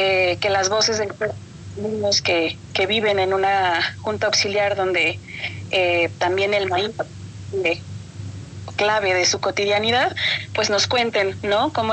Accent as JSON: {"language": "Spanish", "country": "Mexico", "said": "Digo, como mexicanos, la tortilla obviamente forma parte de nuestra cotidianidad"}